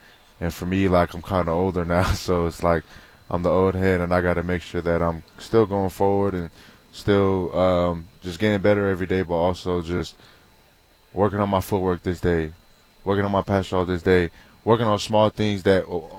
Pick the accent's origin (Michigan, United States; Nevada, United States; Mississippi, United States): Nevada, United States; Las Vegas; I grew up in Las Vegas, so it ain't too bad. Yeah, it's a desert out there, too, so it ain't too bad for me.